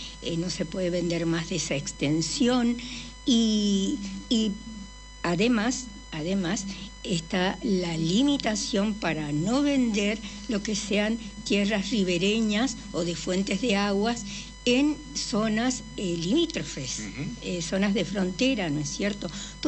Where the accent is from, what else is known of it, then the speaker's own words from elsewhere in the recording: Argentina; cada provincia forma parte de toda una confederación que somos la Argentina